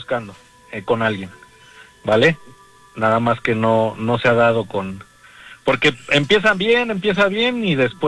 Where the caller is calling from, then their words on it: Tlalnepantla, State of Mexico, Mexico; de Tlanepantla.